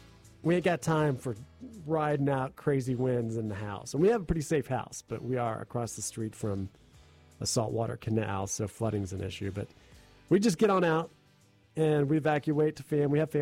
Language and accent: English; Tampa, Florida, United States; I was born and raised right here in Florida, Tampa, since 1986. We moved here because my dad started this radio station.